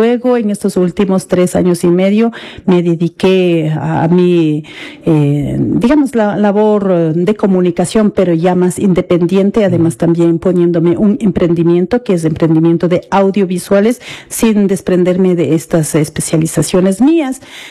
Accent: San Simón parish, Bolívar, Ecuador; Soy una guarandeña nacida en la parroquia San Simón, comunidad de Potrerillos. Esto queda ubicado en la vía Riobamba, en el sector de Herrerías, de donde provengo.

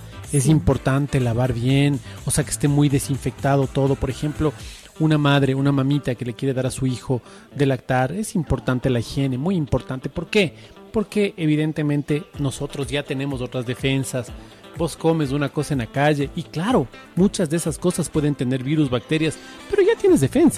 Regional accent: Quito, Pichincha, Ecuador

